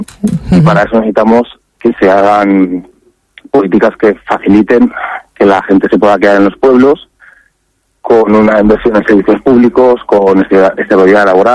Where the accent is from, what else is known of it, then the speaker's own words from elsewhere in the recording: Castile and León, Spain; Yo particularmente soy de la Sierra de Manda